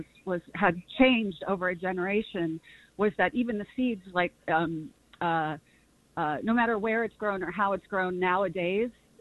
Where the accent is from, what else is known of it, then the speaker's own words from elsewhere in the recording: Ohio, United States; now in Los Angeles, United States; So I grew up in Ohio